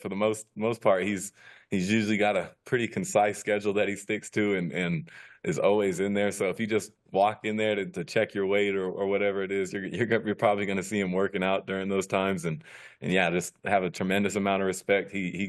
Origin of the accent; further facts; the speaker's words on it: California, United States; But growing up in California, that's something you always dream about being a part